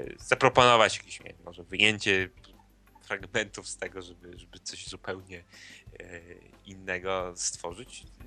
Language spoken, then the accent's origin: Polish; Białystok, Podlaskie Voivodeship, Poland; u nas w Podlasie, ja z Białegostoku teraz rozmawiałem